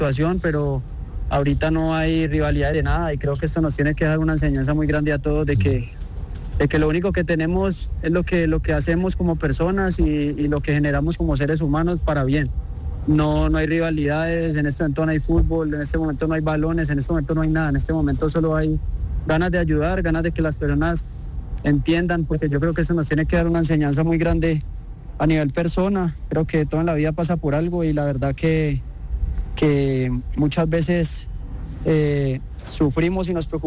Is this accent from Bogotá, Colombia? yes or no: no; Cali, Valle del Cauca, Colombia; now in Manizales, Colombia; Cali, que es mi ciudad natal y de donde yo soy, y pues Manizales, que ha sido una ciudad que me ha recibido siempre con los brazos abiertos